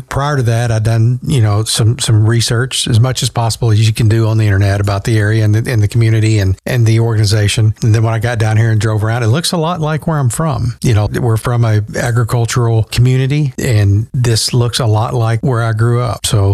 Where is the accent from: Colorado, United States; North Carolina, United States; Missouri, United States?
Missouri, United States; New Madrid; moved away as an adult; now in Bay City, United States; I was born and raised in Missouri. I am from a small town in southeast Missouri of New Madrid, famous for our earthquake faults. But yes, I spent a good deal of my life in southeast Missouri, and then the previous 20 years in central Missouri.